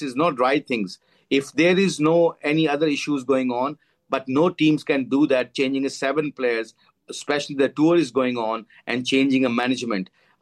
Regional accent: Pakistan; English is a second language; So I'm hurt as an ex-cricketer, as a Pakistani.

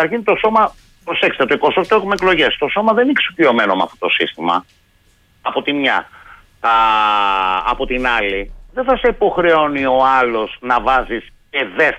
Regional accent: Central Greece, Greece; moved away; also born or lived in Dafni-Ymittos, Athens; στο Δήμο Δάφνης Σιμητού, που ήμουνα επί 8 συναπτά έτη δημοτικός σύμβουλος, πριν πάω στην ιδιαίτερη πατρίδα μου την Εύβοια.

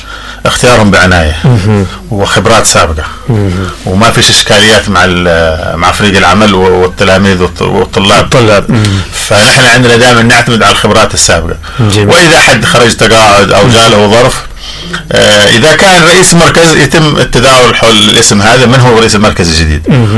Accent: Hadhramaut, Yemen; نحن عندنا في حضرموت

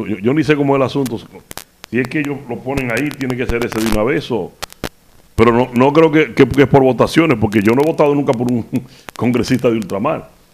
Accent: Dominican Republic; ¿De qué país es que tú eres? Y yo, de República Dominicana.

